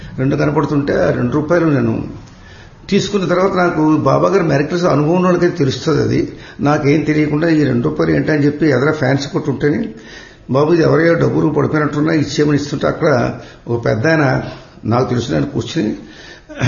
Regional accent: Kolamuru, Andhra Pradesh, India; also born or lived in Rajahmundry; మా అసలు ఒరిజినల్ గా స్వగ్రామం కోలమూరు

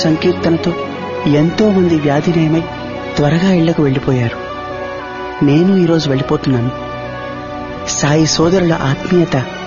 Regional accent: Bhimavaram, Andhra Pradesh, India; మాది భీమవరం.

